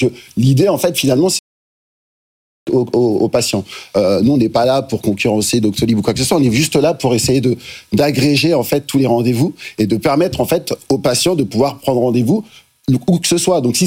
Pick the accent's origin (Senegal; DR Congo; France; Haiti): France; Lyon, Auvergne-Rhône-Alpes